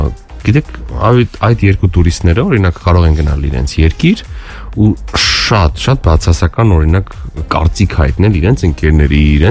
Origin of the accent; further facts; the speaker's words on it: Yerevan, Armenia; միգուցե որ այստեղ ծնվել մեծացել ենք դրանից, հա